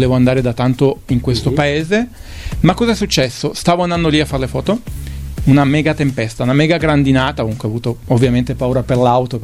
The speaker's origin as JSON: {"language": "Italian", "town": "Biella", "region": "Piedmont", "country": "Italy", "tie": "born or raised there", "also_born_or_lived": "Osasio", "moved": "yes", "lives_now": "Moncalieri, Italy", "said": "adesso vivo a Moncaglieri, in collina di Moncaglieri, sono originario in realtà di Biella."}